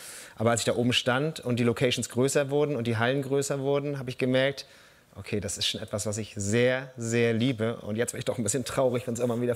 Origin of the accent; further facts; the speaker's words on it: Mecklenburg-Vorpommern, Germany; unter den Norddeutschen sind wir Mecklenburger schon noch mal die Ultras.